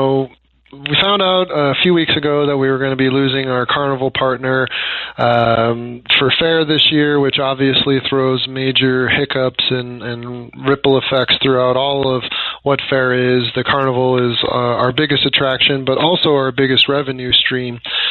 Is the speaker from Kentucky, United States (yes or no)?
no; Alaska, United States; I was fortunate to be born and raised in Alaska, and we traveled all over the lower 48 for summers